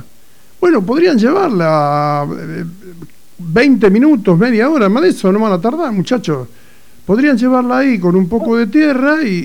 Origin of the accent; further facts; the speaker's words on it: Argentina; somos todos argentinos, somos todos iguales